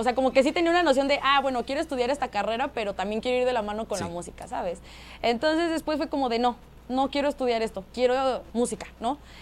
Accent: Mexico City, Mexico; Soy de Ciudad de México.

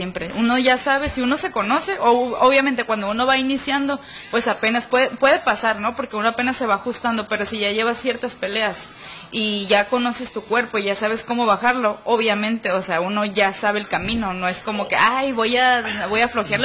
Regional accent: Mexico; uno como mexicano siempre va a tener ese espíritu guerrero

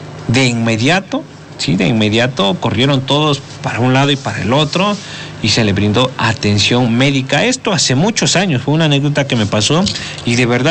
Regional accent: Puebla, Mexico; usted y yo que somos de la Mixteca Poblana

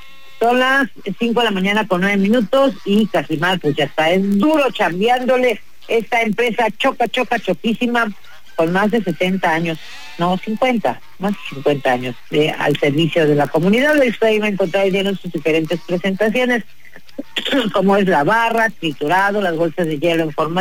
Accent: Tabasco, Mexico; mira dónde me encuentro los tabasqueños, ¿verdad?

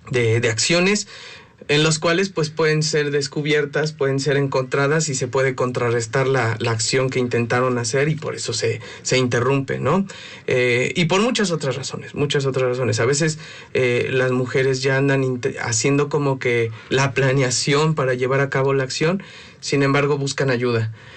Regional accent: Mexico; aunque en México claro que nos importa principalmente porque somos mexicanos

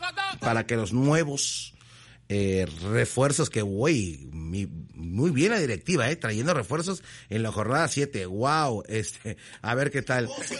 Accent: Veracruz, Mexico; Yo soy de Veracruz, papi. Yo soy de la Riviera Veracruzana.

